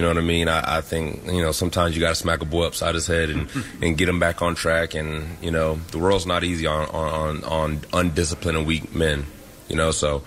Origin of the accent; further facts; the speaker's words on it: Virginia, United States; born there; But where I'm from, I say Virginia just because I was in Virginia from third grade to high school. You know, so that's majority of my life.